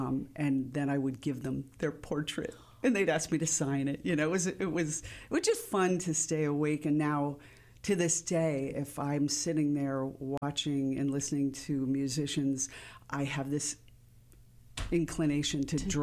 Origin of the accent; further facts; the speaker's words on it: New York, United States; also born or lived in California; I grew up pretty much outside of New York City in the mm-hmm. suburbs, mm-hmm. and half an hour, really close.